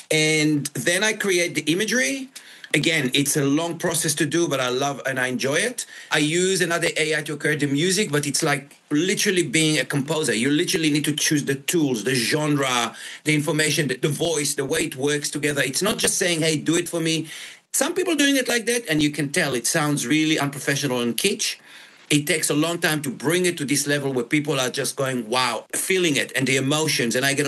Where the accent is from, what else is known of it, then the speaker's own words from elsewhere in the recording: Yad Mordechai, Southern District, Israel; English is a second language; moved away as an adult; now in Australia; Well, I was born in Israel in 1964. I grew up in Kibbutz Yad Mordechai, the 1982 Lebanon War, which really affected me and made me think differently about who I am and what I am as a Jewish Israeli. I migrated to Australia in 1987